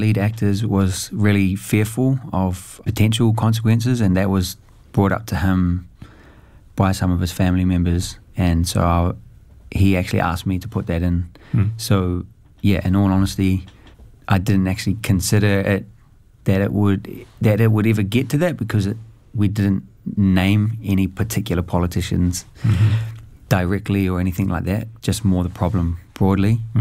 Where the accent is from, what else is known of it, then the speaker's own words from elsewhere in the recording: Papua New Guinea; my home country, Papua New Guinea, it battles with corruption at quite a, at all levels